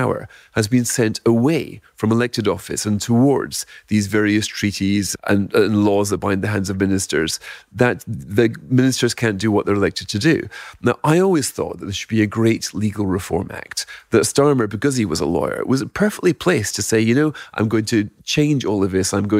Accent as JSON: {"language": "English", "region": "Scotland", "country": "United Kingdom", "said": "Now, as a Scot, I've heard this before."}